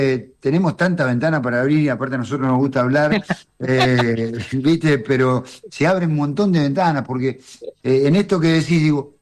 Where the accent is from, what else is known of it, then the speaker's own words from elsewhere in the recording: Argentina; nos podemos parar y podemos decir que somos argentinos